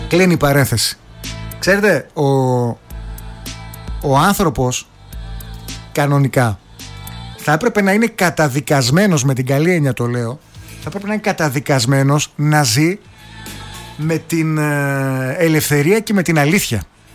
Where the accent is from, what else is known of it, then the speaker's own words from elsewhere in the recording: Greece; Εμείς, που εδώ σαν Έλληνες